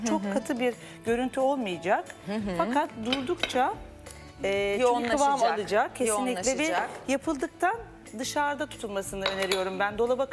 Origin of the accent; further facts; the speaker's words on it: Istanbul, Turkey; Yok, burada İstanbul'da doğduk.